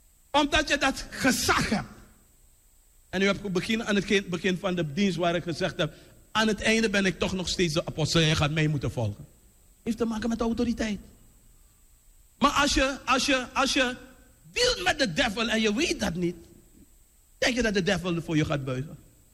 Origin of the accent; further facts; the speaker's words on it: Paramaribo, Suriname; Als ik kijk van waar ik kom, Abrabroki